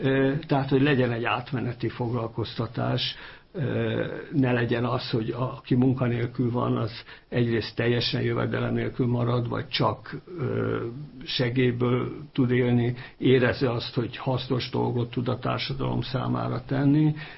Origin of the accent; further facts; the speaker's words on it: Budapest, Hungary; Ide 8. kerületben születtem, ott élek azóta is, és ilyen nagy józsefvárosi lokálpatrióta vagyok.